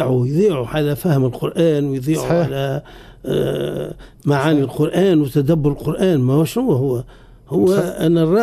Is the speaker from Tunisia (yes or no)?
yes; Tunisia; إحنا عندنا في تونس